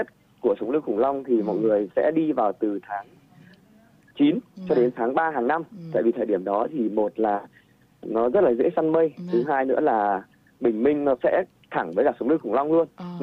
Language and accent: Vietnamese; Ha Giang, Vietnam; Em thì em quê gốc em ở Hà Giang.